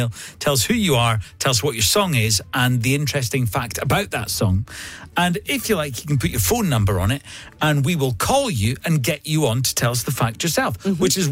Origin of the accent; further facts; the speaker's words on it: Scotland, United Kingdom; speaking as a Scottish person